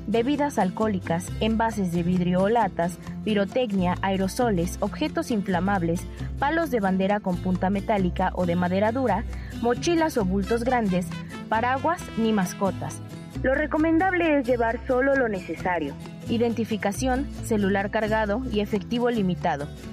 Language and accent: Spanish; Mexico